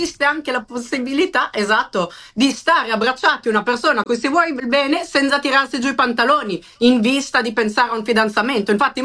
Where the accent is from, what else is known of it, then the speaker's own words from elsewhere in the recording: Switzerland; Sì, con orgoglio sono svizzera, quindi extracomunitaria, fuori dall'UE.